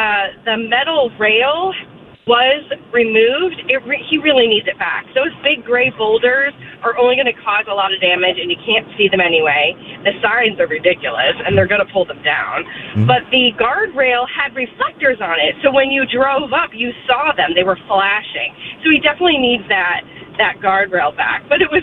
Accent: Cleveland Heights, Ohio, United States; So I am literally from Cleveland Heights, and I drove that road every day to school. And I know exactly that house. And I was recently home to visit

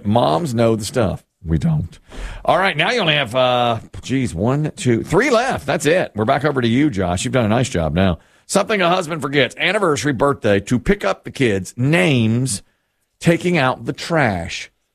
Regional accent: Asheboro, North Carolina, United States; We're from Asheboro.

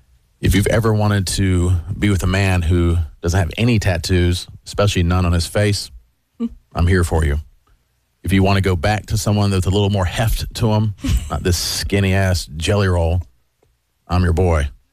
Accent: the South, United States; I'm a safe guy. I'm from the South.

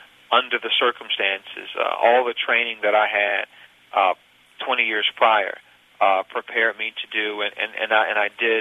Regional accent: the South, United States; I'm a Southerner, and New Yorkers, rightly or wrongly, have this reputation of being sort of these cold, rude people

